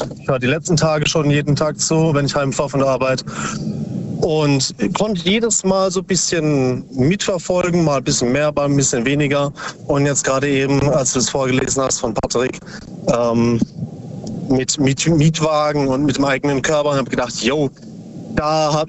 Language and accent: German; Bruchsal, Baden-Württemberg, Germany; Aus Ubstadt Weiher, nee, Bruchsal.